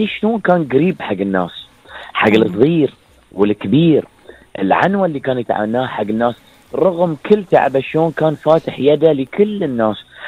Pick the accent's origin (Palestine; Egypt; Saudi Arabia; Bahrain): Bahrain; المسرح جزء من ثقافتنا احنا حتى كبحرينيين.